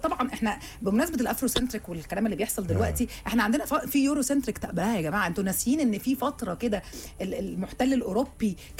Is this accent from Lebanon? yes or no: no; Egypt